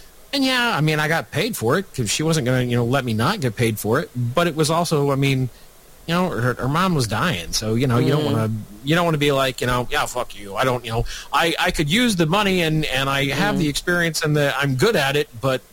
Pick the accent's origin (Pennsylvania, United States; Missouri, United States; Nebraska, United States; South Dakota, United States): Nebraska, United States; Michael, I'm from Nebraska. We have a one house legislature. You know, we can get along with other people because we don't have a choice in Nebraska.